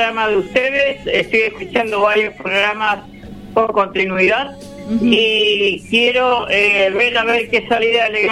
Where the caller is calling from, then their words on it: Buenos Aires, Argentina; Yo soy de Mataderos, General Paz y Juan Bautista Alberdi.